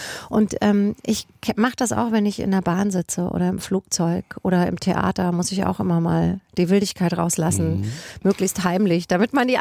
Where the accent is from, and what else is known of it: Germany; born or raised there